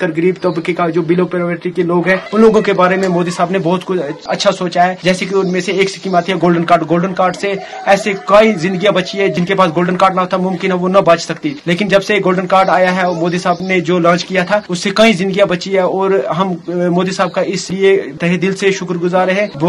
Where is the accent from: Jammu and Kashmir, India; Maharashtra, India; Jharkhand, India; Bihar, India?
Jammu and Kashmir, India; Nilsar Kandi; मैं डिस्ट्रिक्ट बारामूला के निलसर कंडी का रहने वाला हूं।